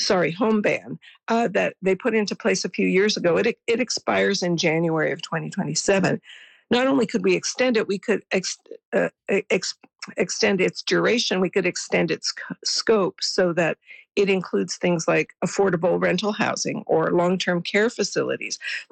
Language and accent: English; Canada; ments that we as Canadian taxpayers that have ponied up $280 billion to lever this $1 trillion in investment